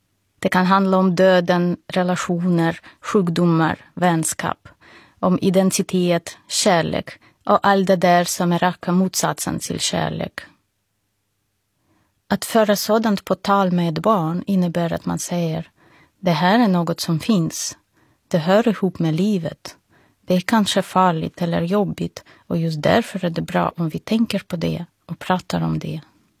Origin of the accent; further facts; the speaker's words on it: Moscow, Russia; Swedish is a second language; moved away as an adult; now in Sweden; Jag är uppvuxen i Moskva och visste inte så mycket om norra Europa.